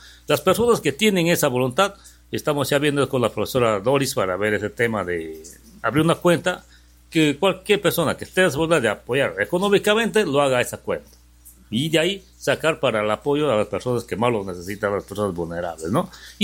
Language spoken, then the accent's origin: Spanish; Bellavista, San Martín, Peru; now in Lamas, Peru; Por si yo no soy de Lamas, ¿no? Yo soy de Bellavista, pero ya me siento ser parte de Lamas porque vivo acá, me cobija Lamas, mi familia es de acá y tengo ese amor a Lamas, ¿no?